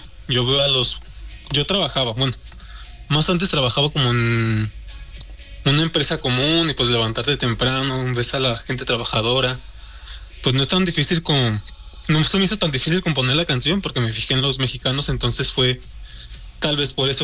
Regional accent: León, Guanajuato, Mexico; Soy de León, Guanajuato.

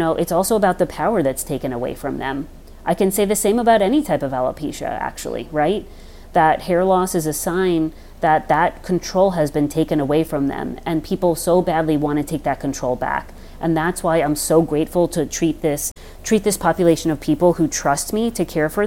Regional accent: New York, United States; And also being in the New York area, a lot of people don't realize that growing up on Long Island and in the tri-state area, there can be a higher risk of breast cancer

